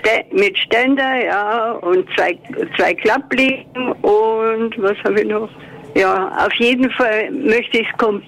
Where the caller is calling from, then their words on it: Munich, Bavaria, Germany; ich bin aus dem Westend.